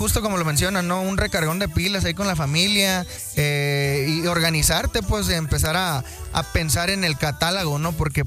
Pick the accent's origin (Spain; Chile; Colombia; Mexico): Mexico; Loma Bonita, Oaxaca; también en mi tierra, canal, en Loma Bonita, Oaxaca.